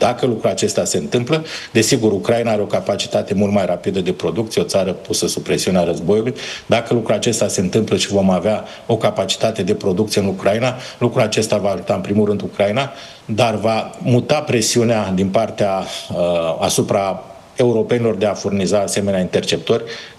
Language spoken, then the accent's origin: Romanian; Romania